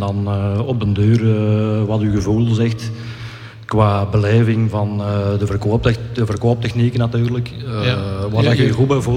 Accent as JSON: {"language": "Dutch", "town": "Tongerlo", "region": "Antwerp", "country": "Belgium"}